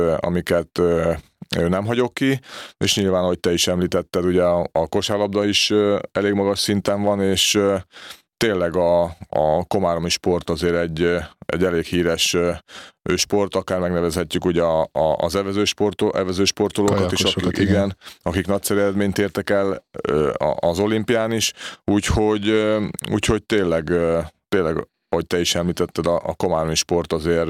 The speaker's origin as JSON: {"language": "Hungarian", "country": "Slovakia", "said": "ott nyilván már tudták, hogy felvidéki származású vagyok, és akár tudnék játszani ugye a szlovák válogatottban"}